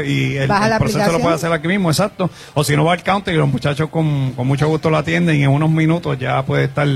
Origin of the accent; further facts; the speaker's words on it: Orocovis, Puerto Rico; estuvo rayado por mi pueblo de Orocovi